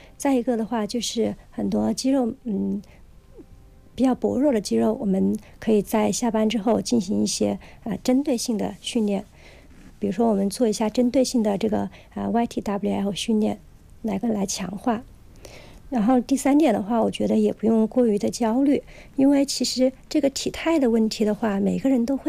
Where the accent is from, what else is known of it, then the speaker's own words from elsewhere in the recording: China; 我们中国人